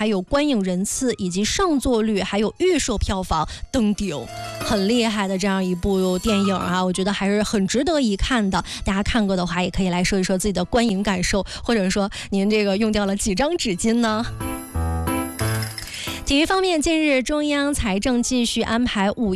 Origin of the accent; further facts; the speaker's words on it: Hebei, China; 咱作为河北人啊